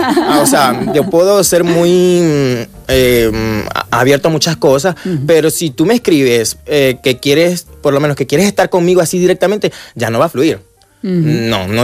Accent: Colombia; also born or lived in Venezuela; now in Barcelona, Spain; Yo nací en Venezuela, pero me crié en Colombia, soy de los dos lugares.

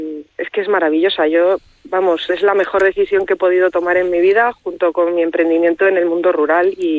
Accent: Madrid, Community of Madrid, Spain; born there; moved away as an adult; Yo, por desgracia, nací en Madrid y a los 22 años ya dije que hasta aquí habíamos llegado. Me vine al pueblo de mis padres, yo no quería saber nada de una gran ciudad.

